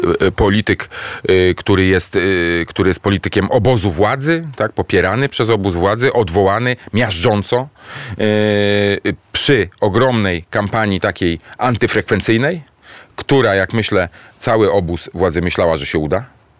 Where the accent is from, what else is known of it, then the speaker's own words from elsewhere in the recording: Warsaw, Masovian Voivodeship, Poland; Nie, ja jestem z Warszawy